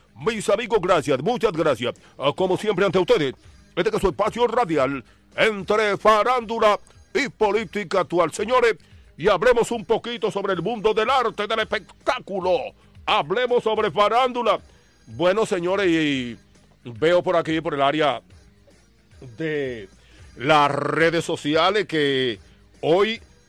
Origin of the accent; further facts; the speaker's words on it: Dominican Republic; now in Boston, United States; como decimos nosotros dominicanos